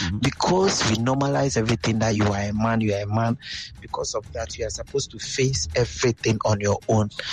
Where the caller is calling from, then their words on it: Jamestown, Greater Accra, Ghana; Yes, I'm speaking from Jamestown.